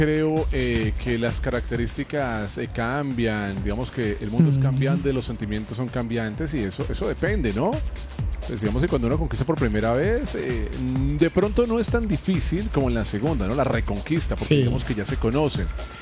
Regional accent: Cali, Valle del Cauca, Colombia; no solamente como caleños

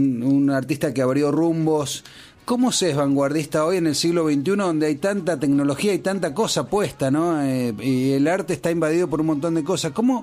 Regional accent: Mendoza, Argentina; Acá tenemos muchas expectativas como mendocinos

